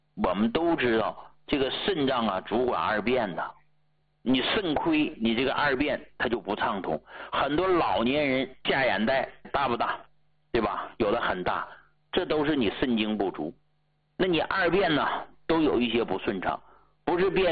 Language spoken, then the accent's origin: Chinese; Hegang, Heilongjiang, China; moved away; 我老家呀是黑龙江鹤岗的